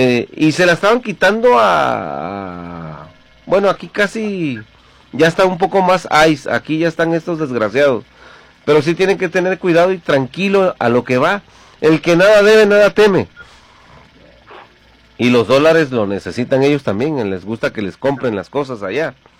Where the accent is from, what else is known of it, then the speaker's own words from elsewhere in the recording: Ciudad Juárez, Chihuahua, Mexico; Vivimos en Juárez y sabemos cómo está el asunto